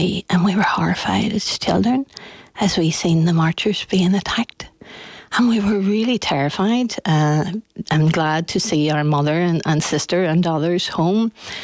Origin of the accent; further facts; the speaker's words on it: Derry, Northern Ireland, United Kingdom; we ended up living in my mother's house, which was 63 Lakey Road, the house she grew up in, and that's where I was born.